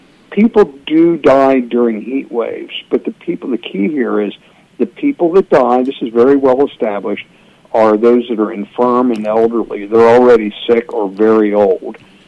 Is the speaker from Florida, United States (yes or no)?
yes; Florida, United States; I'm from Florida.